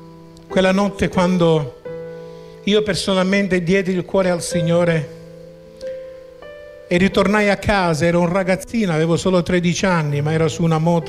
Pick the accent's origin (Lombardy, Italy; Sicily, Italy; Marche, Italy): Sicily, Italy; Niscemi; born or raised there